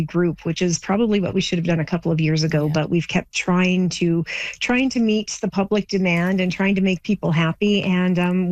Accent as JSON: {"language": "English", "town": "Torrington", "region": "Alberta", "country": "Canada", "tie": "born or raised there", "said": "So I grew up in Torrington, and it was vastly different than what it is now."}